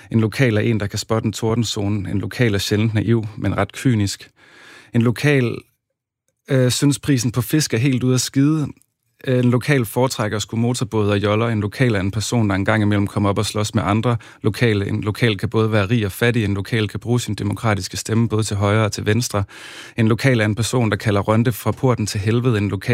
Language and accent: Danish; Central Denmark Region, Denmark; also born or lived in Copenhagen; now in Sønderho, Denmark; Ja, jeg har simpelthen, vokset op på Mols og sådan noget, så flyttede jeg rimelig ungt hjemmefra. Jeg var 17 der.